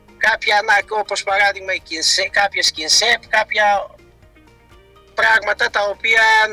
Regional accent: Eastern Macedonia and Thrace, Greece; Εμένα είναι ο τόπος κατοικίας μου. Εγώ δεν έχει τύχει ποτέ να βγω έξω. Αγαπάω τον τόπο μου.

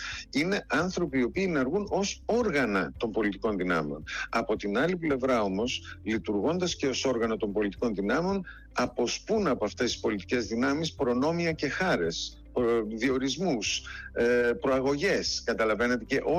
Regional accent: Doxato, Eastern Macedonia and Thrace, Greece; now in Athens, Greece; μιλάω στην πατρίδα μου. Εγώ είμαι από το Δοξάτο της Δράμας.

